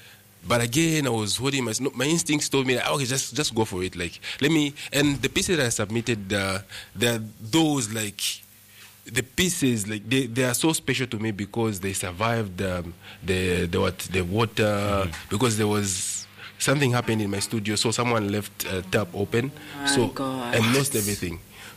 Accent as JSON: {"language": "English", "country": "Zambia", "said": "my home country, which is here in Zambia."}